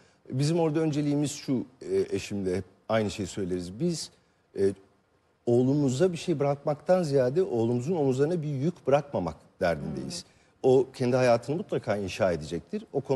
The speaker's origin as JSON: {"language": "Turkish", "region": "Istanbul", "country": "Turkey", "tie": "born or raised there", "said": "Ben doğup büyüdüğüm yerde oturuyorum hala. Kadıköy'deyim, Kadıköylüyüm."}